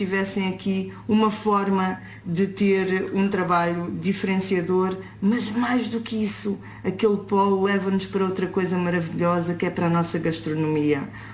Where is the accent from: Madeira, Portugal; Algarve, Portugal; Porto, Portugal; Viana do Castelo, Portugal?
Algarve, Portugal; a água é algo que a nós nos preocupa muito como algarvios